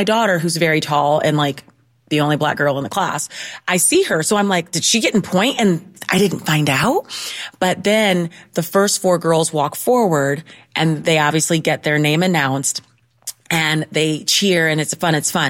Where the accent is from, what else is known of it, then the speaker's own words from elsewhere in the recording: Ohio, United States; accent: Midwestern; It's like straight lace. I'm from Ohio, Midwestern, like newscasters study our voices.